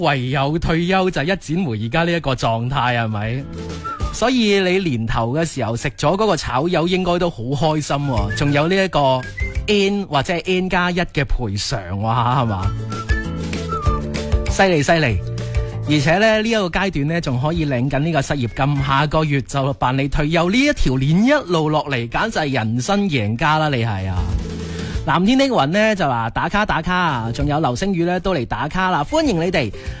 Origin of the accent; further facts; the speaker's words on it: Guangdong, China; 就更加能够彰显我哋广东人啊